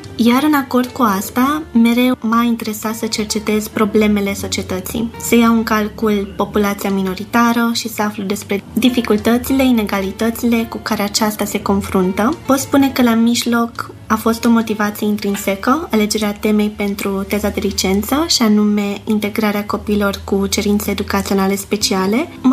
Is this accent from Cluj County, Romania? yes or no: yes; Cluj-Napoca, Cluj County, Romania; born there; also born or lived in Bucharest, Romania; now in Florești, Romania; M-am născut la București, dar între timp am ajuns la Cluj, la vârsta de 10 ani, și de la Cluj la Florești